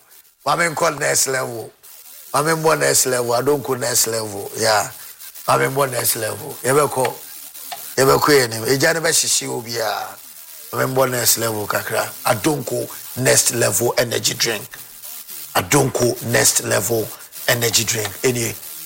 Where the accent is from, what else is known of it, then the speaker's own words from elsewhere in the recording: Ghana; Do you think, sir, as a Ghanaian, I will follow the blasters of Ghana?